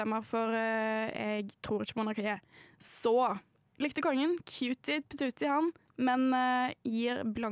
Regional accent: Karmøy, Rogaland, Norway; now in Oslo, Norway

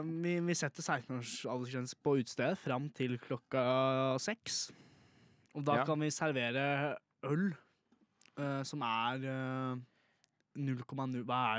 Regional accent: Gjerstad, Agder, Norway; Jeg er fra Gjerstad.

